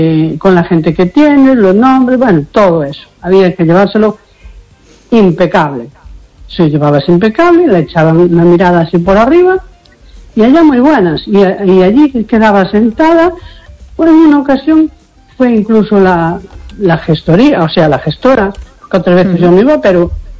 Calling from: A Coruña, Galicia, Spain; de la Coruña.

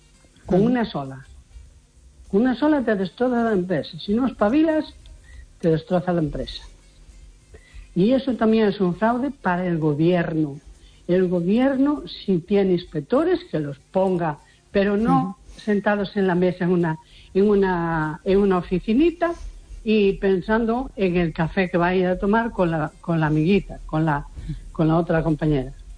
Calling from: A Coruña, Galicia, Spain; de Coruña.

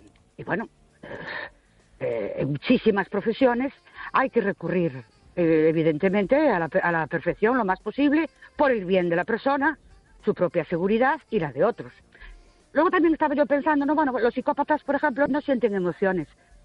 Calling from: Ourense, Galicia, Spain; Buenas noches … de Ourense.

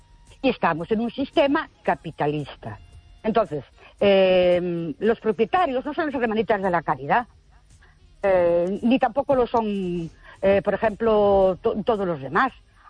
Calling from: Ourense, Galicia, Spain; de Ourense.

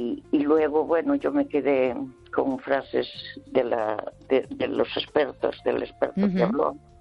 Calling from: Santiago de Compostela, Galicia, Spain; de Santiago.

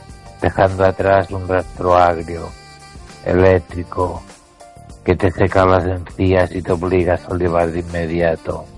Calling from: Ourense, Galicia, Spain; La verdad es que … de Orense.

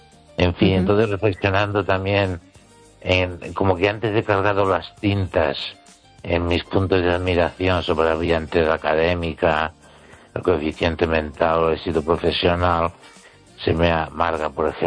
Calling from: Ourense, Galicia, Spain; desde Orense.

